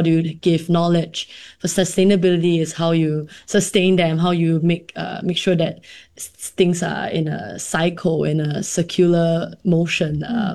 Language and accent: English; Singapore; do the status quo as a Singaporean.